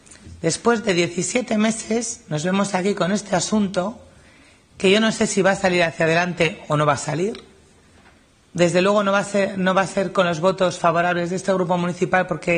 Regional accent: Laredo, Cantabria, Spain; en mi pueblo, porque Laredo lo tiene todo, es una joya en sí mismo, tiene montaña, tiene playa

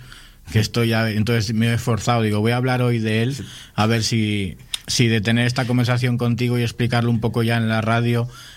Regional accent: Galicia, Spain; Y sí, vengo de Galicia, estoy con eso y estoy con mi trabajo normal.

